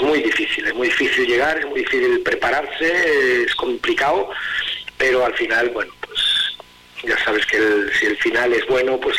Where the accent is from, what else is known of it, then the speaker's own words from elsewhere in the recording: Spain; Y como español, como yo, es mi doble.